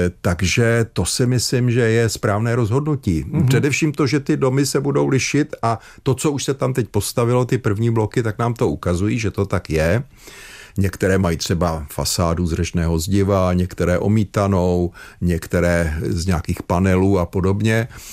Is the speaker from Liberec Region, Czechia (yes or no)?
no; Prague, Czechia; Za mýho dětství v Praze